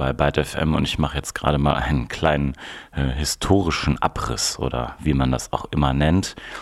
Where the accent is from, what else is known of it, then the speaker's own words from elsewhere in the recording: Wuppertal, North Rhine-Westphalia, Germany; Und ich hatte das Glück, ihn kennenzulernen in Wuppertal, in meiner Heimatstadt.